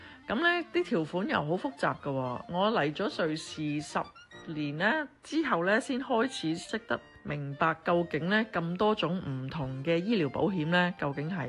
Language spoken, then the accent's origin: Cantonese; Hong Kong